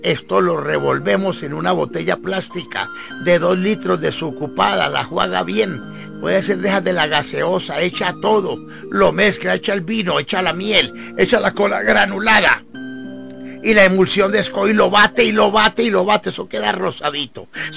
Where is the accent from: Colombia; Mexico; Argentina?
Colombia; Paya, Boyacá; born there; Tengo 58 años. … Nací en Paya, Boyacá.